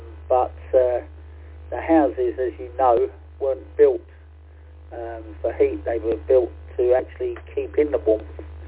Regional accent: London, United Kingdom; now in Hull, United Kingdom; I don't come from Hull, as you can most probably appreciate by my voice. I come from London. I'm an East Ender

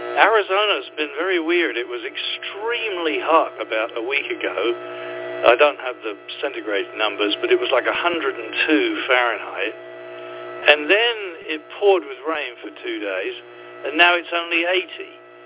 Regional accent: Tunbridge Wells, South East England, United Kingdom; now in Phoenix, United States; I'm from Tunbridge Wells, so it's one of those things where if I listen to it, it just sort of reminds me of home

